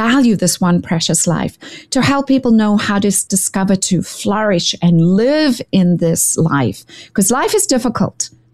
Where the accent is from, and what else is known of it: South Africa; born or raised there